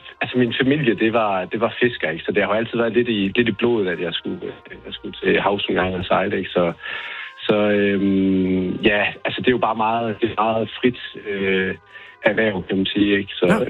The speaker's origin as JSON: {"language": "Danish", "town": "Fredericia", "region": "Region of Southern Denmark", "country": "Denmark", "said": "jeg kommer fra Fredericia-området af."}